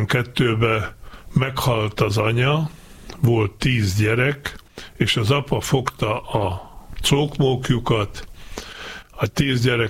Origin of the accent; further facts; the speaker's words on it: Ipolybalog, Banská Bystrica Region, Slovakia; az én szülőfalumtól, Ipolybaloktól 7 kilométer, tehát nyugodtan mondhatom, hogy földim.